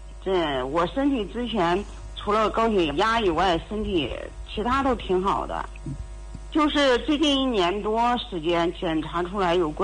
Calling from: Shijiazhuang, Hebei, China; 我是石家庄的患者啊。

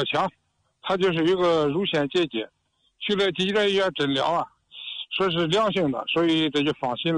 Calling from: Baoding, Hebei, China; 我是河北保定的。

